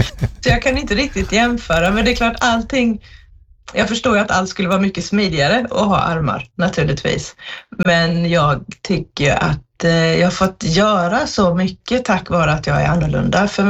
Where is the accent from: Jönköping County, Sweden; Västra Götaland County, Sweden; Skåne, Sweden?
Jönköping County, Sweden; Jag kommer ifrån södra Sverige utanför Jönköping och jag var ett väldigt väldigt efterlängtat barn.